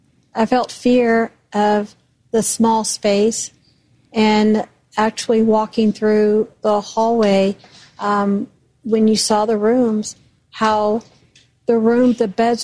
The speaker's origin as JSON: {"language": "English", "town": "Houston", "region": "Texas", "country": "United States", "tie": "born or raised there", "said": "I grew up in Houston, Texas, and I read the diary in middle school."}